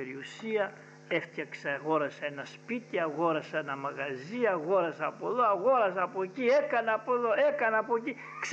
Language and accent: Greek; Volos, Thessaly, Greece; born there; Όταν ήμουν μικρός νεαρός μάλλον, στο Βόλο